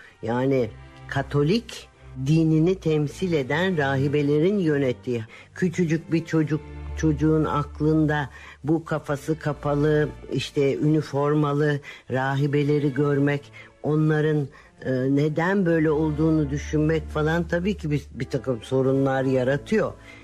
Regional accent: Simav, Kütahya, Turkey; also born or lived in Ödemiş / Gerede; bizim çocukluğumuz Simav, Ödemiş ve Gerede gibi kasabalarda geçti. Ama oralarda doğrusu güzel bir çocukluğumuz geçti.

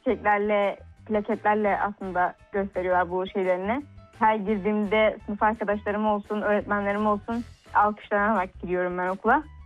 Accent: Gaziantep, Turkey; born there; 16 yaşındayım. 2010 Gaziantep doğumluyum.

